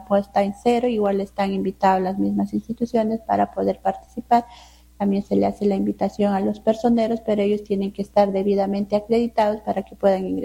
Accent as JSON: {"language": "Spanish", "country": "Peru", "said": "a participar de ese deber cívico como peruanos que debemos ejercer."}